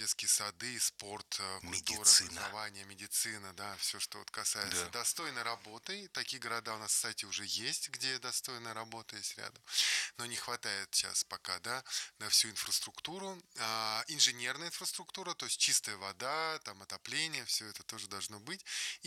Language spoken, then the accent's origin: Russian; Russia; Потому что я россиянин, да, я хочу я жить тоже. В этой стране.